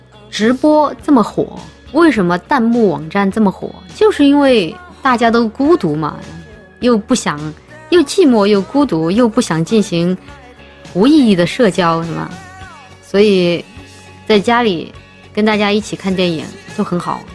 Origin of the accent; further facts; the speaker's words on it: Chongqing, China; accent: Chongqing dialect; 我们重庆话里面就方言嘛